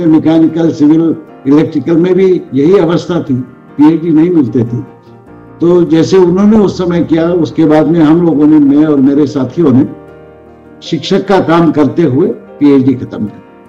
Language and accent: Hindi; Madhya Pradesh, India; also born or lived in Indore; पढ़ा मध्य प्रदेश में, वहाँ सब हिंदी में पढ़ाई करी, शुरू के कुछ वर्षों में मराठी में पढ़ाई करी थी।